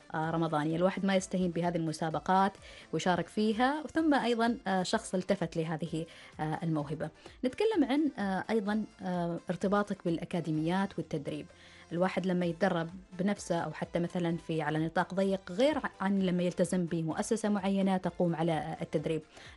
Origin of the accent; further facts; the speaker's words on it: Oman; عندنا في سلطنة عمان